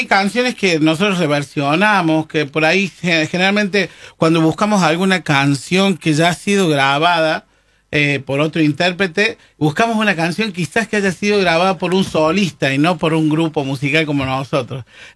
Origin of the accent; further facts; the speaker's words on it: Córdoba, Argentina; cordobeses. Estamos como plaga en todos lados. Donde llegamos, no sé, bueno, será por nuestro tono, ¿no? Por nuestra tonadita, pero no nos podemos escapar en ningún lado.